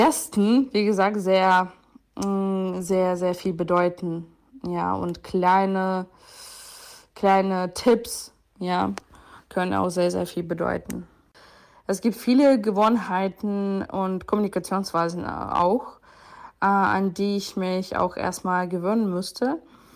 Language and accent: German; Ukraine; German is a second language; now in Germany; Ja, ich bin Ukrainerin und gleichzeitig ist Deutschland zu einem wichtigen Teil meines Lebens auch geworden.